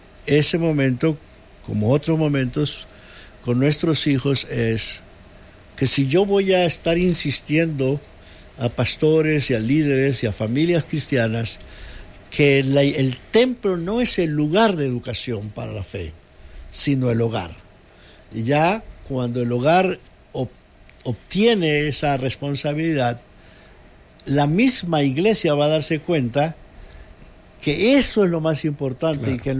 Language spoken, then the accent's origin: Spanish; Yucatán, Mexico; also born or lived in Costa Rica; Una vez decidimos dejar de vivir aquí en Costa Rica y nos fuimos a México, a Yucatán, de donde soy